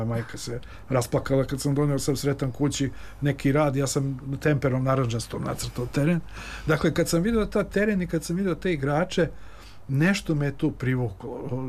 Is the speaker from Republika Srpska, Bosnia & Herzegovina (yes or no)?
no; Sarajevo, Federation of Bosnia and Herzegovina, Bosnia & Herzegovina; Pa, znate, ja sam odrastao u Sarajevu, odrastao u jednoj kući koja je imala prostranu baštu, dvorište